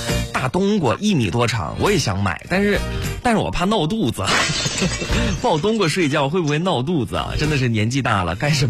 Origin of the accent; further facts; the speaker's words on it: Xuzhou, Jiangsu, China; 咱们徐州人